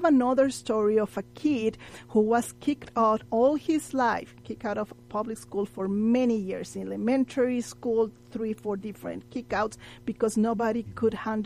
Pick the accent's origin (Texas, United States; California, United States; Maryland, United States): Texas, United States; El Paso; Since I am from El Paso